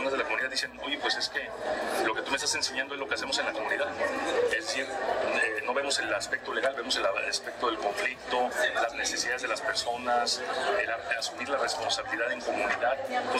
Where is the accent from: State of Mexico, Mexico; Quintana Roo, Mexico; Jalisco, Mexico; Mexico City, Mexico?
Jalisco, Mexico; Cuando yo soy de Jalisco